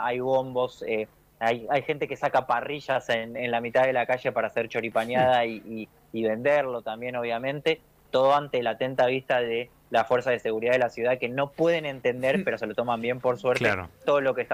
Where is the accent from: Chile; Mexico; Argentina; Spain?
Argentina